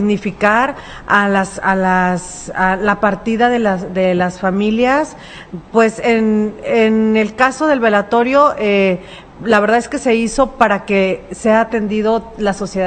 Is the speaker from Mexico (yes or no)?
yes; Mexico; de nosotros como mexicanos, como sociedad, es como que hay esa partecita que nos da miedo del el prever.